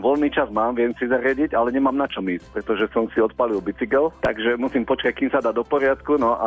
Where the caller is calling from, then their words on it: Mojmírovce, Nitra Region, Slovakia; Mojmirovce, pri Nitre.